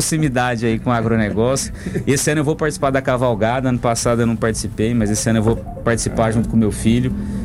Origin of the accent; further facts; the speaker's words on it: Goiás, Brazil; born there; now in Amapá, Brazil; Sou goiano de nascimento.